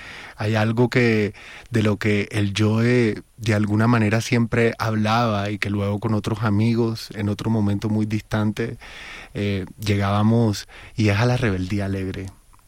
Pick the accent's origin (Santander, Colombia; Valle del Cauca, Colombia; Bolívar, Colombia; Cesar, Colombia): Bolívar, Colombia; Cartagena; now in Bogotá, Colombia; Y en mi caso, que soy de Cartagena, se mete en todas mis emociones.